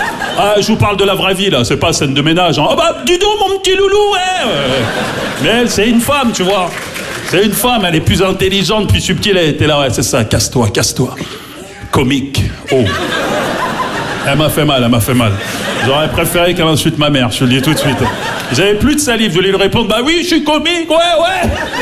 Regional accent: Maisons-Alfort, Île-de-France, France; parce que j'ai grandi à Maisons-Alfort, en plus, tu vois, dans le 9-4, tu vois.

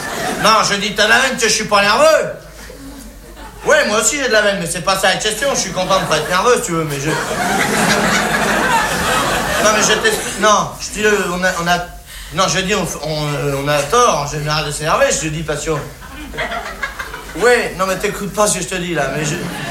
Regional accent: France; Les français, c'est des cons, ouais, bah, je suis bien placé, hein, je suis français.

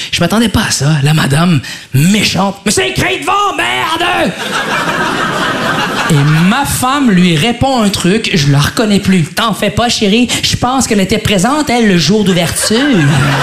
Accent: Quebec, Canada; elle est québécoise comme moi. On est nés au Québec, mais elle est d'origine syrienne.

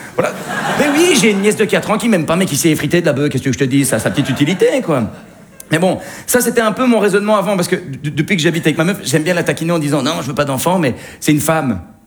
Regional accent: Belgium

